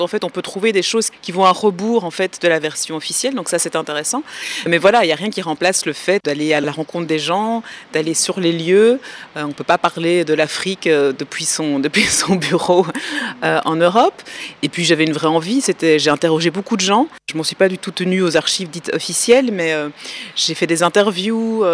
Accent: Belgium; moved away as an adult; also born or lived in Brussels, Belgium; now in United States; Je suis née à Bruxelles, en Belgique, d'une maman congolaise et d'un papa belge. J'ai grandi en Belgique

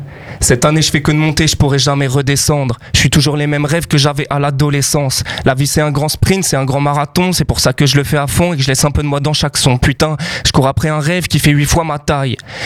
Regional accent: Paris, Île-de-France, France; L'Olympia, bah, en fait, c'est une des salles où je suis allé voir mes premiers concerts quand j'étais petit à Paris.

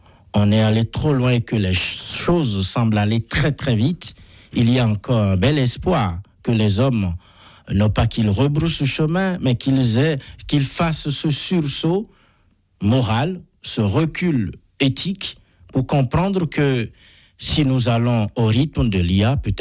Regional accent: Benin; chez moi au Bénin

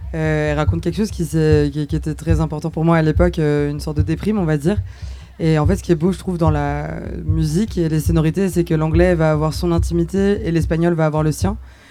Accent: France; Mais en fait, étonnamment, je suis française, mais j'ai pas du tout grandi dans la musique française.

